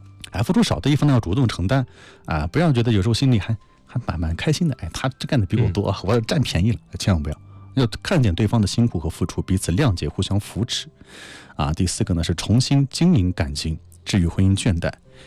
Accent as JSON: {"language": "Chinese", "country": "China", "said": "我们中国人的语言相当的优美啊。"}